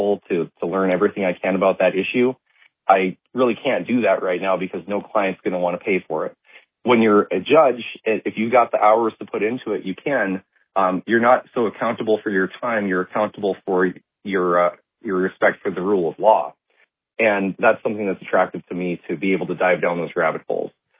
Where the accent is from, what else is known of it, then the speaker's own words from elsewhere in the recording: Watford City, North Dakota, United States; also born or lived in Virginia / Bismarck; So I was born in Watford City, 1982. I now have a 2-mile commute here in my hometown where I go past the site of the hospital where I was born, the house we lived